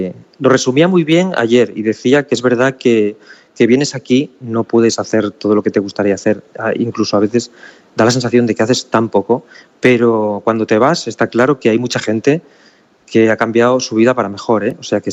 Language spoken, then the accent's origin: Spanish; France; yo además vengo de Francia, que es un país que, bueno, ya todos sabemos cómo son